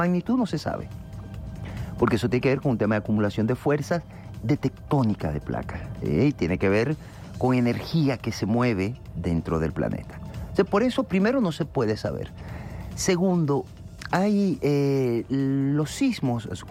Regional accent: Venezuela; sino a todos nosotros, nosotras como venezolanos dentro de nuestra psique, desde nuestras emociones.

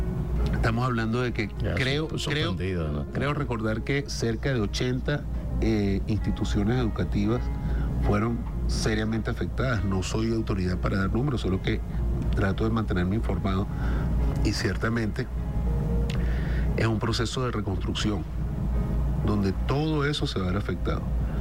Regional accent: Venezuela

